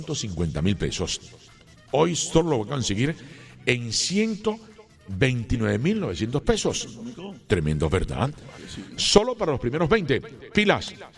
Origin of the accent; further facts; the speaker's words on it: Colombia; Como buenos colombianos, ese triunfo lo estamos celebrando con la Selección Colombia.